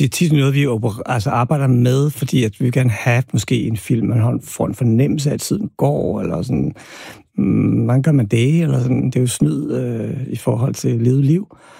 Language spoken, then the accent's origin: Danish; Albertslund, Capital Region of Denmark, Denmark; jeg havde jo et meget anderledes børneliv, end mine egne børn har haft, fordi at jeg voksede op i Albertslund på Villavej, og det, der hedder Soveby.